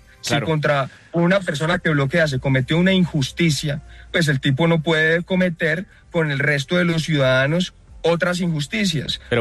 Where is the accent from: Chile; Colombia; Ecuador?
Colombia; Cali, Valle del Cauca; porque además yo soy de Cali